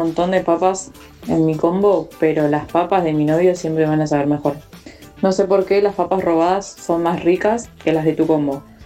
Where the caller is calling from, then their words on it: Avellaneda, Buenos Aires Province, Argentina; de Avellaneda.